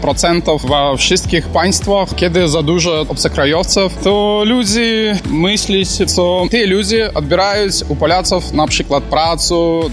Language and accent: Polish; Belarus; Polish is a second language; now in Poland; ja jestem Białorusinem.